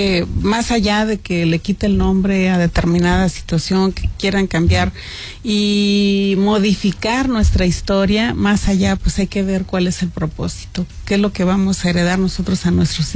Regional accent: Mexico; No podemos dejar de ser mexicanos porque fuimos una mezcla de razas, de quienes nos conquistaron.

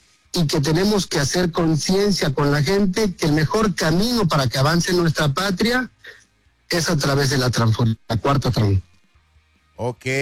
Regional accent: Mexico; yo desayuno con un desayuno costeño, pues soy de Metepec.

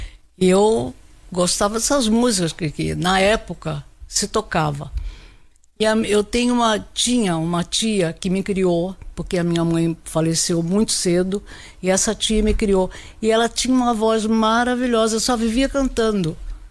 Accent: Campos, Rio de Janeiro, Brazil; Sou carioca de Campos, estado do Rio.

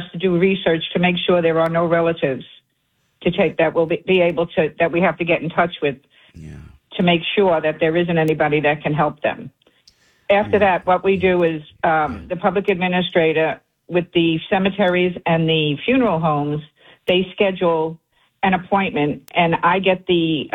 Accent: New York City, New York, United States; I'm originally from Staten Island. I'm third generation Staten Island, and so is my husband.

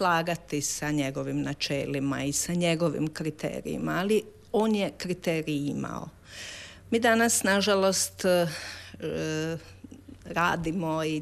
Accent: Croatia

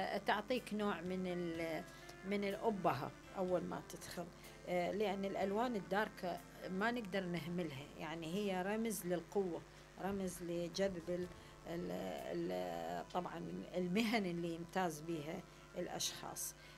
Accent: Iraq; accent: Iraqi; احنا نقول عليه البطوط بلهجتنا العراقية

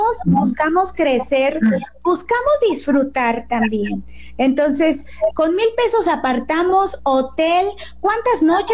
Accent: Guerrero, Mexico; yo soy cerca de Zihuatanejo

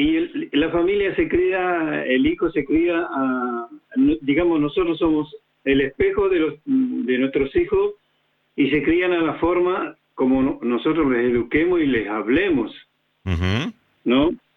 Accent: Chile; also born or lived in San Martín, Mendoza, Argentina; yo soy nacido en San Martín, Mendoza, pero me criaron en Chile, no sé si te acordás.

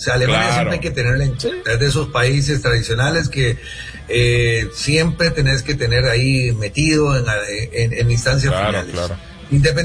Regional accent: Costa Rica; Por eso somos ticos, por el datico y por el chiquitico.

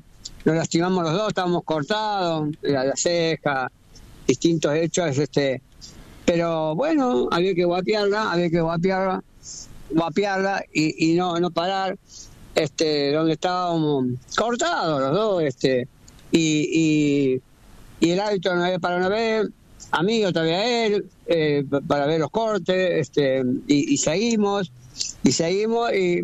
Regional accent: Córdoba, Argentina; soy el primer boxeador argentino, campeón del mundo en doble categoría, el primero y soy de Córdoba, la Canzalia, Córdoba

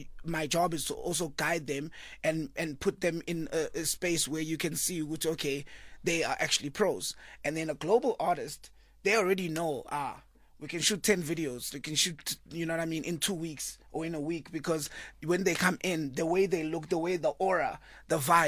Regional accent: South Africa; now in Johannesburg, South Africa; I moved to Joburg

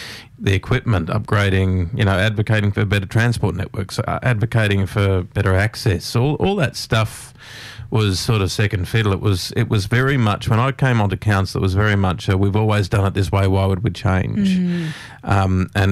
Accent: Hunters Hill, New South Wales, Australia; also born or lived in Queensland; when I came back from Queensland, I sort of, all my mates had gone from Hunters Hill, they'd all left.

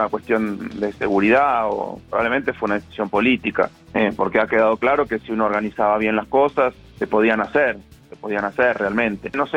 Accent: Argentina; yo soy argentino.

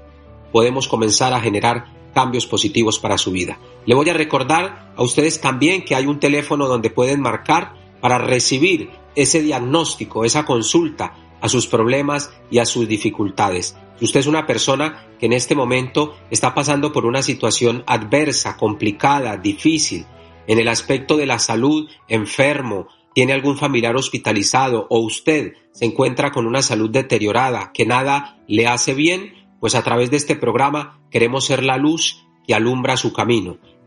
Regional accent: Catemaco, Veracruz, Mexico; de quienes … Yo soy el curandero de Catemaco, Veracruz

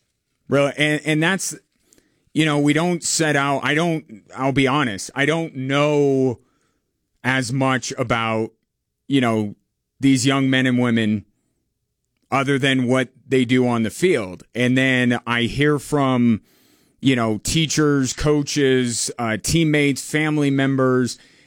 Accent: Lyman, United States; I grew up out in Lyman, so I understand that the small town high school football feel is a superior one to some others.

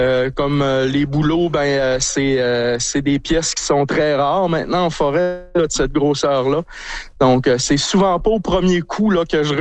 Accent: Chambord, Quebec, Canada; now in Saint-Félicien, Canada; moi, je suis originaire de Chambord, imaginez.

